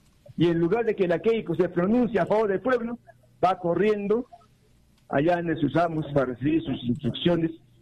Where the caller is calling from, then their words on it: Juliaca, Puno, Peru; desde Juliaca.